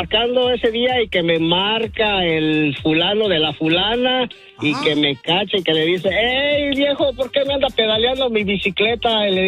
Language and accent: Spanish; Michoacán, Mexico; No, ya desde mi tierra natal, Michoacán, Bali, y pues ya nos dejamos de ver y pues acá se vino para de este lado